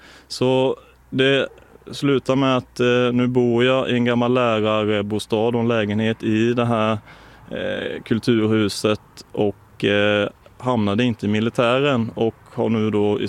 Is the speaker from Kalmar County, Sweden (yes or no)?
yes; Nybro, Kalmar County, Sweden; eller alltså där jag kommer från, Nybro, Kalmar, där Öland.